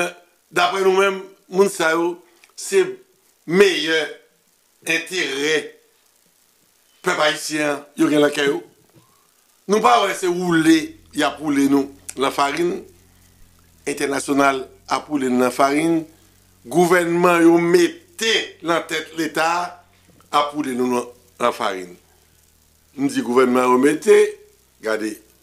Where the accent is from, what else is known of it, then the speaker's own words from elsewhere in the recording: Haiti; Mais, en tant qu'haïtien, Julien, n'a vive au moment